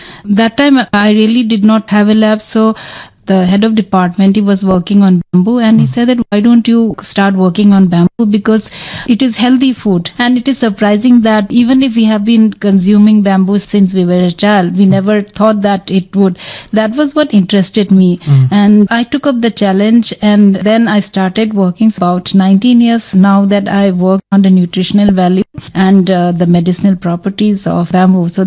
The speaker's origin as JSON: {"language": "English", "region": "Manipur", "country": "India", "moved": "yes", "said": "I'm from Manipur"}